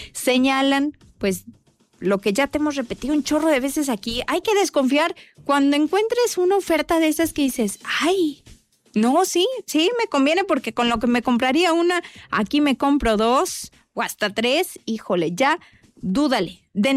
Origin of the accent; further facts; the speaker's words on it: Mexico; ya somos mexicanos